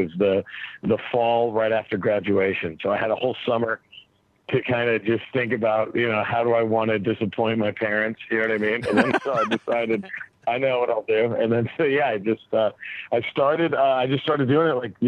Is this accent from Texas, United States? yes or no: yes; Dallas, Texas, United States; now in Los Angeles, United States; Dallas, Texas is my hometown, but I live in LA now.